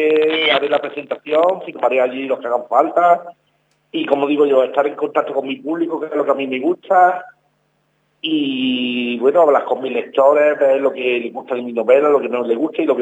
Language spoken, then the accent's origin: Spanish; Andalusia, Spain; moved away as an adult; now in Pegalajar, Spain; soy de Guadalajara, de un pueblo de Granada.